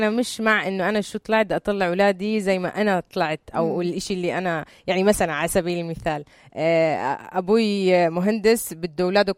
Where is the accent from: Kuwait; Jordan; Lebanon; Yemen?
Jordan; عندنا بالأردن